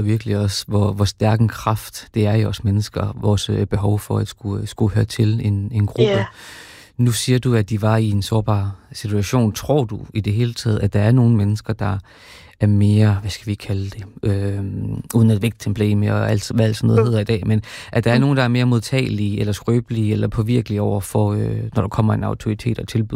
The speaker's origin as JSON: {"language": "Danish", "town": "Horsens", "region": "Central Denmark Region", "country": "Denmark", "said": "i Horsens, hvor jeg er fra."}